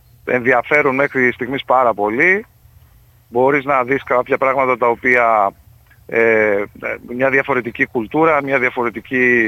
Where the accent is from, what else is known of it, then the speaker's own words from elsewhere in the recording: Greece; σαν Έλληνας προπονητής που έχει υπάρξει και πρώτος και βοηθός και στο μπάσκετ των γυναικών στην Ελλάδα.